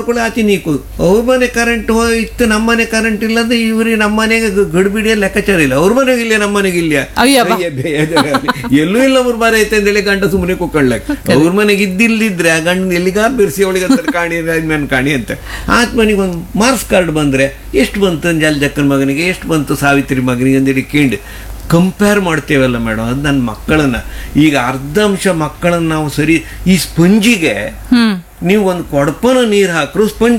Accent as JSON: {"language": "Kannada", "area": "Mallolli", "region": "Karnataka", "country": "India", "tie": "born or raised there", "said": "ನಾನು ಇಲ್ಲಿಂದ ಒಂದು ಈ ಒಂದು 15-16 ಕಿಲೋಮೀಟರ್ ಆಚೆ ಬಿದ್ಕಲ್ಕಟ್ಟೆ ಹುಣಸಬಕ್ಕಿ ಮಳ್ಳೊಳ್ಳಿ ಅಂತ ಗೊತ್ತಿತ್ತಲ್ಲ, ನಾನು ಹುಟ್ಟಿದ್ದು ಮಳ್ಳೊಳ್ಳಿಗೆ, ನಾವು ಬೆಳೆದು ಮಳ್ಳೊಳ್ಳಿಗೆ."}